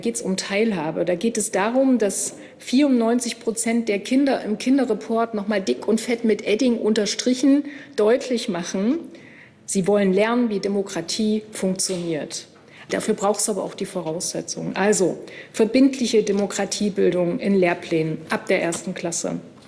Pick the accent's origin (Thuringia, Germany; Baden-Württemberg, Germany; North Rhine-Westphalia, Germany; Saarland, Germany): Thuringia, Germany; das sage ich auch als Thüringerin ganz bewusst